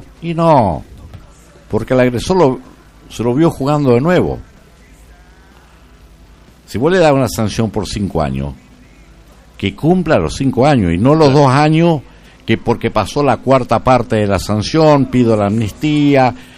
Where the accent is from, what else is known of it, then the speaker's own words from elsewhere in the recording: Argentina; Flojito lo mío, pero uno viendo y siendo argentino...